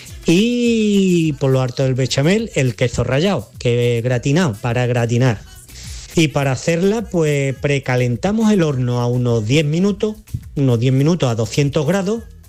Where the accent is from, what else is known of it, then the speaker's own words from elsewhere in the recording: Mijas, Andalusia, Spain; de las Lagunas de Mija.